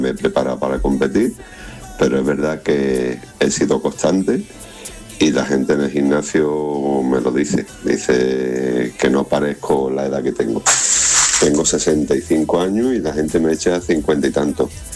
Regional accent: Málaga, Andalusia, Spain

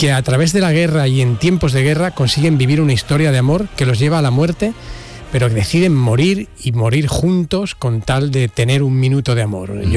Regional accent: Region of Murcia, Spain; also born or lived in Barcelona; now in Seville, Spain

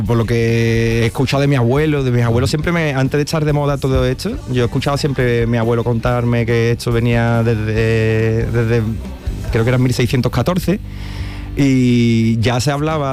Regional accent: Coria del Río, Andalusia, Spain; estaba allí todo mi pueblo escuchándome

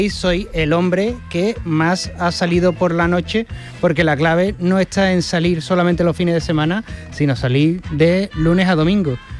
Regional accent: Jerez de la Frontera, Andalusia, Spain; now in San Juan de Aznalfarache, Spain; Los jerezanos de la mesa te vamos a puñalar ahora mismo.

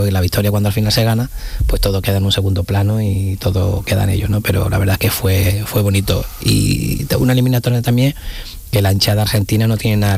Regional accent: Seville, Andalusia, Spain; yo que soy además de Sevilla, pues el estadio estaba lleno de muchos amigos

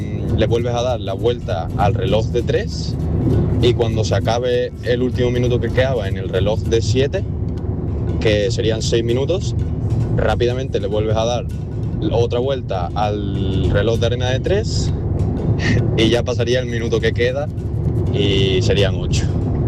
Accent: Seville, Andalusia, Spain; Muy buenas tardes a todos … de Sevilla.

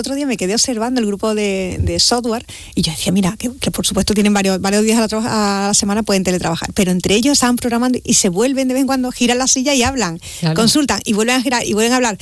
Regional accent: Andalusia, Spain; Es decir, no, esto es solo nuestro. Nosotros somos andaluces.

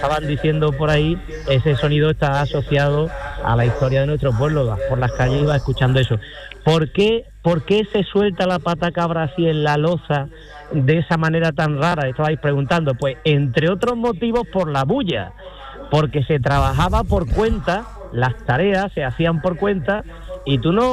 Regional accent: Ubrique, Andalusia, Spain; born or raised there; now in Seville, Spain

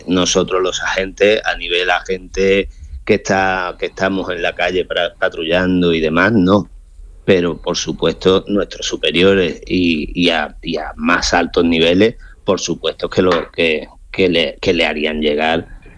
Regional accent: Ceuta, Spain; estando aquí en la ciudad y soy de aquí, de Ceuta, y tenemos unos 84.000 habitantes.

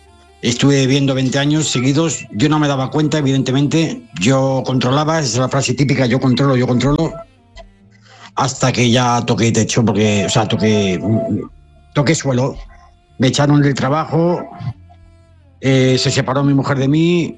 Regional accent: Rincón de la Victoria, Andalusia, Spain; Yo soy de Rincón de la Victoria.

